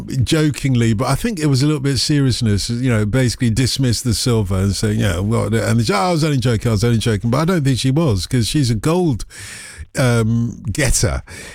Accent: Tottenham, London, United Kingdom; I grew up in Tottenham in North London, mm-hmm. and we were all sorts of people from all over the world.

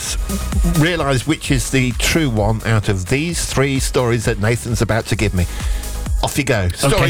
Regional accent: Southport, North West England, United Kingdom; I said, well, I'm from Southport.

